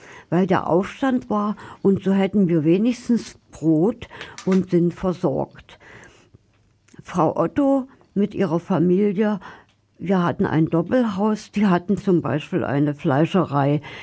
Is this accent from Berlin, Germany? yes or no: no; Halle, Saxony-Anhalt, Germany; Meine Heimatstadt Halle war im Krieg völlig zerstört.